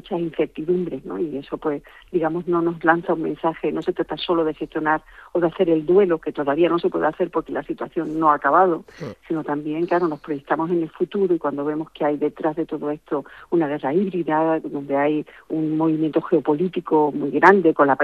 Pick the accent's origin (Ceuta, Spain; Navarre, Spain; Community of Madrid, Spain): Ceuta, Spain; also born or lived in Las Palmas de Gran Canaria; Sí, yo nací, para ser exacto, nací en Las Palmas de Gran Canaria de forma circunstancial, porque mis padres, que sí eran de Ceuta...